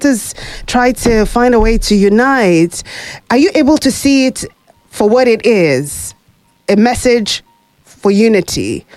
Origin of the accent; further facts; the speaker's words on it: Southeast Nigeria, Nigeria; And I'm from the Southeast.